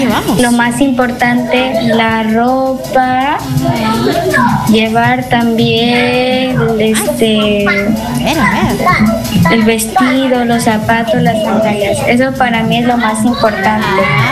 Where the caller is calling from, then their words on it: Tambogrande, Piura, Peru; Soy de Tambo Grande, Las Lomas.